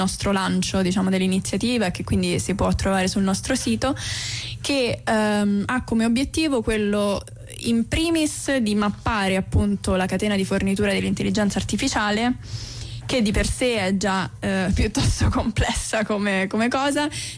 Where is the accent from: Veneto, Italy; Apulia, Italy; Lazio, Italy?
Lazio, Italy; Rome; moved away as an adult; also born or lived in London; nessuno di noi vive nello stesso posto da cui proviene, tranne me, che okay. sono di Roma e vengo da Roma